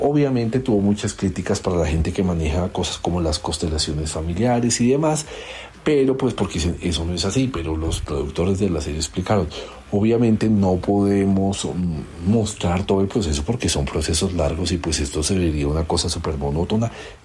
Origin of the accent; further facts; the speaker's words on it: Colombia; vamos con música de mi tierra